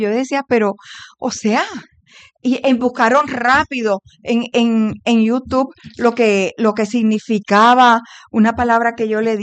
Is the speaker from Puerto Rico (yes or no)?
yes; Puerto Rico; yo soy más puertorriqueña que el coquí.